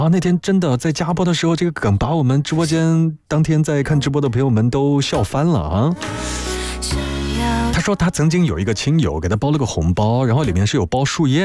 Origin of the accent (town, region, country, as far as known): Guangdong, China